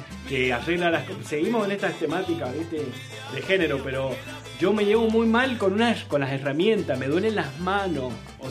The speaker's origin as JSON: {"language": "Spanish", "region": "San Juan", "country": "Argentina", "said": "y me he dado cuenta que los sanjuaninos somos más españoles."}